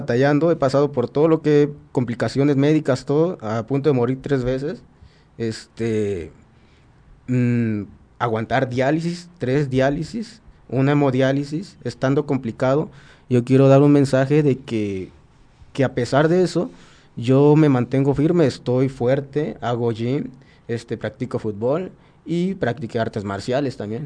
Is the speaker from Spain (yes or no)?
no; Guerrero, Mexico; Yo soy de Locotito, Guerrero